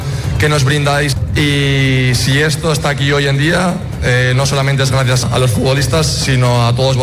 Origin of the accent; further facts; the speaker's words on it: Navarre, Spain; me siento orgullosísimo de ser navarro